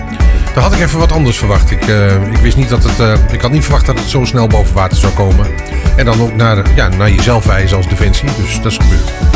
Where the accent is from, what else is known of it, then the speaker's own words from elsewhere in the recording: Wezep, Gelderland, Netherlands; Want ik kom zelf uit Wezep en daar hebben we de gevolgen van die brand dan niet op de auto's gehad.